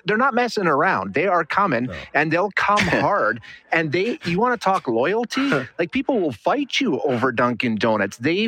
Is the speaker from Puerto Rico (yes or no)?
no; Canada; Part of being Canadian